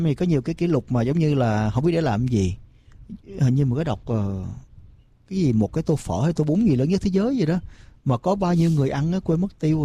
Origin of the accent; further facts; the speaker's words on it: United States; Như mình nói mình là người Mỹ gốc Việt nha, không nói tới chính trị nha, nhưng mà tôi muốn.